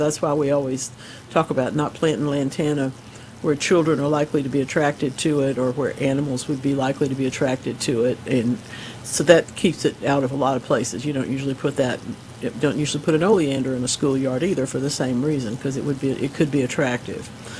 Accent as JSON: {"language": "English", "town": "Gulfport", "region": "Mississippi", "country": "United States", "tie": "born or raised there", "said": "I grew up in Gulfport"}